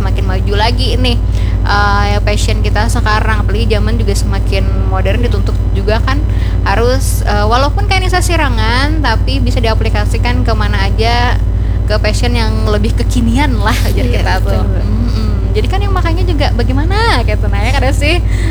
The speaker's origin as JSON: {"language": "Indonesian", "region": "South Kalimantan", "country": "Indonesia", "said": "kita juga bangga kan sebagai orang Kalimantan Selatan"}